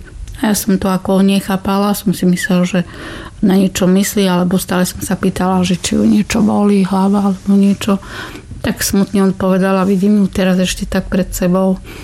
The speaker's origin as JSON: {"language": "Slovak", "town": "Košice", "region": "Košice Region", "country": "Slovakia", "tie": "born there", "said": "Takže som sa narodila v Košiciach."}